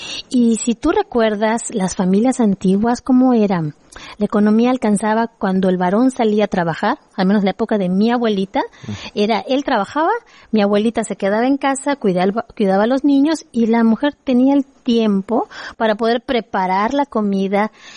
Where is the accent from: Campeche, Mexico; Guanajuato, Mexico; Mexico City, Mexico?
Campeche, Mexico; Y crecí en Santana.